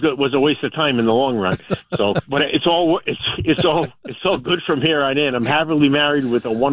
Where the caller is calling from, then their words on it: Narragansett, Rhode Island, United States; I come from Cranston and go to Narragansett.